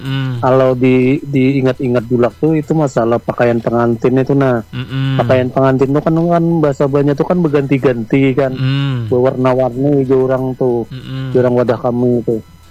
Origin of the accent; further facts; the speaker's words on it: South Kalimantan, Indonesia; Kalau orang Jawa kan tunjukkan kalau kami Banjar itu memberakat tuh aneh ya